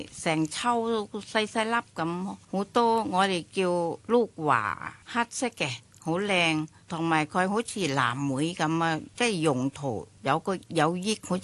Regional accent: Bangkok, Thailand; Cantonese is a second language; now in Hong Kong; 嗰边就多款拣啲，我哋乡下嗰边曼谷就少啲，但系好食就泰国嗰边好食，香港就真系差好多。

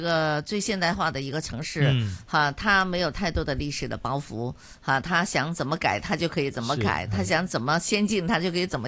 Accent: Hong Kong; 对，好想有的。那小时候我在那里长大哈，所以小时候我们都有午睡的哈。

